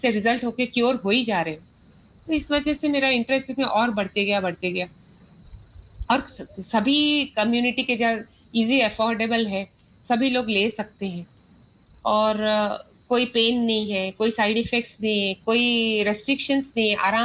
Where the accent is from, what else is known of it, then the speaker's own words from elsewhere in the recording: Raipur, Chhattisgarh, India; मैं छत्तीसगढ़ रायपुर से हूँ